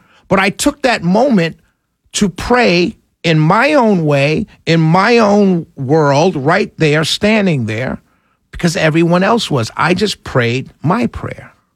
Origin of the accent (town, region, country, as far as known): New York City, New York, United States; born or raised there